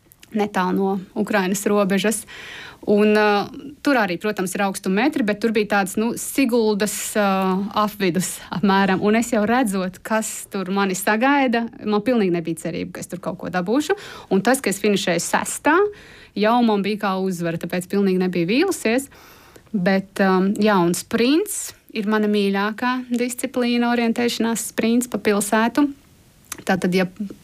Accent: Jelgava, Zemgale, Latvia; born there; also born or lived in Viļaka; Es esmu dzimusi Jelgavā un diezgan daudz esmu kleņojusi pa Latviju

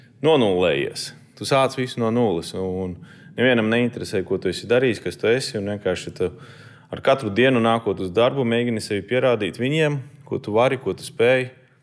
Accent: Malnava, Latgale, Latvia; now in Riga, Latvia; Jā, es nāku no Latgales, no Malnavas. Mana mamma arī gatavo un uzņem viesus.

